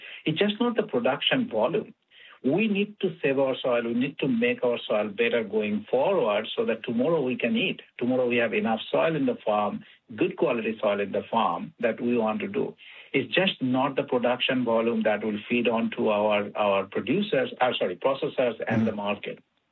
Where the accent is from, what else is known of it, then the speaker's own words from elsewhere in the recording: Canada; how do we connect that so that we can see, as a Canadian, we feel less stress when we buy food?